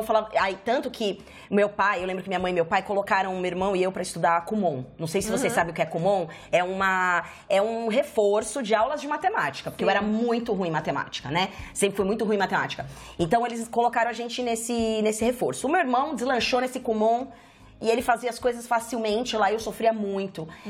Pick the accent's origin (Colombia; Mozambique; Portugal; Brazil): Brazil; moved away; Eu não nasci pra ficar pra sempre no Brasil.